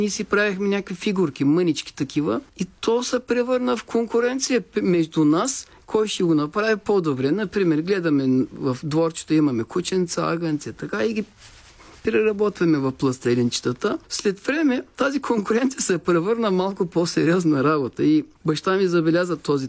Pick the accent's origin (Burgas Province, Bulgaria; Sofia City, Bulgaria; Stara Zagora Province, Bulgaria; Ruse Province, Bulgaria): Burgas Province, Bulgaria; Aytos; also born or lived in Boyno, Kardzhali Province; ние израснахме в Айтос, учихме първите ни наблюдения, първите ни приятелства, страдания, каквото искате това, така го наричайте. Там съм се образувал като характер